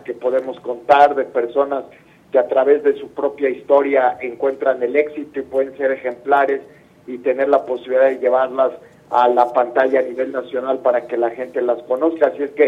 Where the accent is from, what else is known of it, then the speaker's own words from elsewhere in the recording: Huamantla, Tlaxcala, Mexico; born there; Ahora mismo estoy en mi tierra natal, que es Huamantla, Tlaxcala